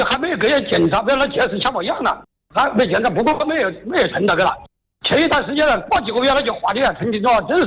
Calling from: China; 我是仙岛楼河人，仙岛是楼河镇的。

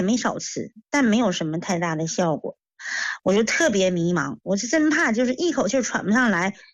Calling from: Anshan, Liaoning, China; 我是鞍山的朋友。

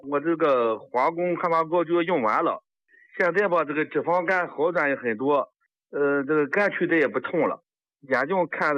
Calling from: Linyi, Shandong, China; 常老师，我是山东临沂的。

